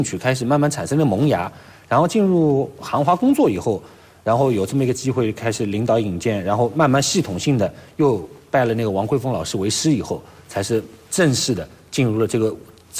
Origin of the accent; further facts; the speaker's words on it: Hangzhou, Zhejiang, China; accent: Hangzhou dialect; 我的一个先天优势就是我是杭州人，那杭州人他这个五零调，他就是得说杭州话，那这个首先我方言这一关我没有问题